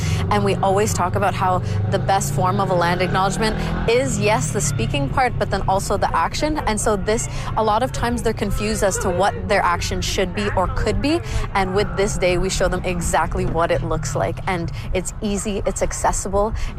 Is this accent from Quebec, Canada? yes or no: yes; Kitigan Zibi, Quebec, Canada; I am from Kittigan Zibi Anishinaabe, and I am the cultural coordinator at Philemon Wright High School.